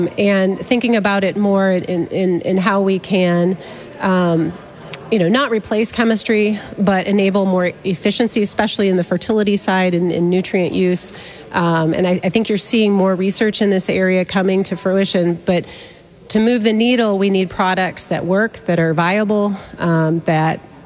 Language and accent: English; Mansfield, Ohio, United States; Yeah, I grew up in Central Ohio, Mansfield, Ohio. I went to school at Ohio State, did my undergrad and graduate work there in agricultural engineering.